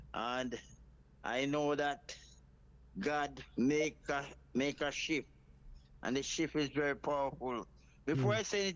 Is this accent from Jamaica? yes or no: yes; Jamaica; We as Jamaican, we had a custom